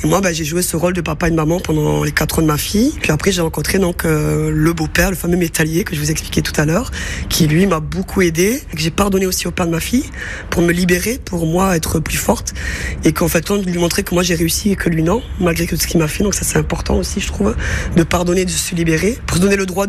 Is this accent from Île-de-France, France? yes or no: no; Carcassonne, Occitanie, France; born there; Moi, je suis née à Carcassonne